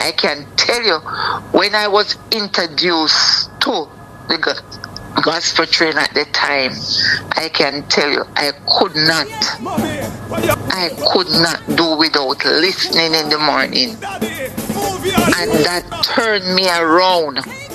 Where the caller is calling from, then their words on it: Mandeville, Manchester Parish, Jamaica; from Mandeville.